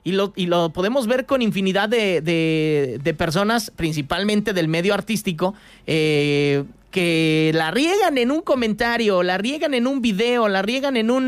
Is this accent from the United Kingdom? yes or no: no; Mexico; lo primero que hacemos nosotros como mexicanos